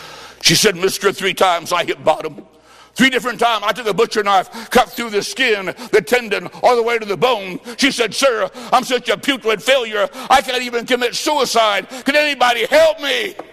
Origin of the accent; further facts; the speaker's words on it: Illinois, United States; I said, "Mine, I'm from Illinois. Back there is 20 below. Thank you for sharing your weather."